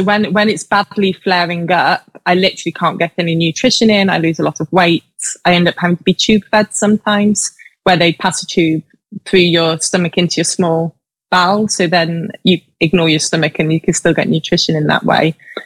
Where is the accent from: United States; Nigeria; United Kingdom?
United Kingdom; Macclesfield, North West England; moved away as an adult; also born or lived in Cambridge; So I'm a northern girl. I was born in Macclesfield, just south of Manchester, and spent my childhood there before moving down to Cambridge for uni.